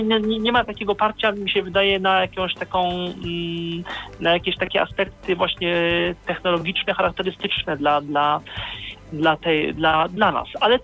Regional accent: Poznań, Greater Poland Voivodeship, Poland; ja mogę mówić o Poznaniu, bo jestem z Poznania

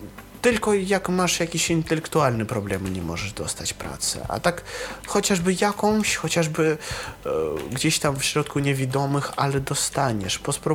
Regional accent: Russia; U nas w Rosji

